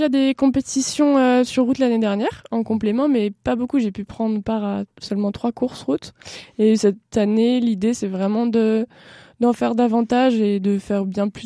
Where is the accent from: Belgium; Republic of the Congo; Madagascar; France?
France; je suis originaire de Riodin